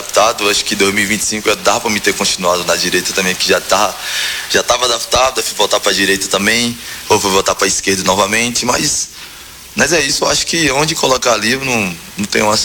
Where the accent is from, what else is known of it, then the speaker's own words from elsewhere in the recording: Ceará, Brazil; now in Goiânia, Brazil; Da onde eu sou do Ceará, o sol é igual daqui